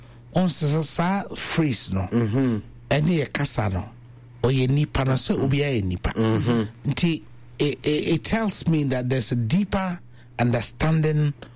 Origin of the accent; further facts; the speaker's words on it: South Africa; And I say, especially where I come from South Africa.